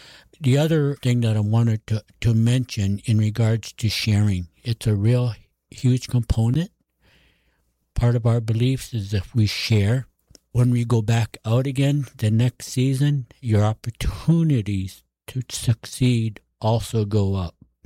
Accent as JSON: {"language": "English", "region": "Alaska", "country": "United States", "said": "So I come from the Bering Straits region. In relation to the Alaska map, if you look at the Alaska map, it's the closest region to Russia. The Seward Peninsula and Russia are very close to each other. So I'm on the southern part of what"}